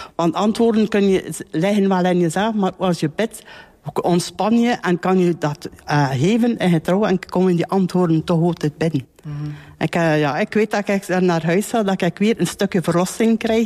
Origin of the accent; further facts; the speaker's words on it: Moorslede, Flanders, Belgium; Ik ben hier geboren in Moorsleden en die vroeger het rusthuis is in Moorsleden. En dat was dan niet, dat was niet zoveel vroeger in de jaren. Ik ben in 59 geboren